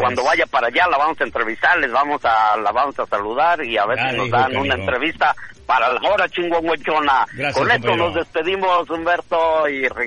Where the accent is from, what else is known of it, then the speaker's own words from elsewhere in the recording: Acámbaro, Guanajuato, Mexico; moved away; de mi pueblo, Acámbaro, Guanajuato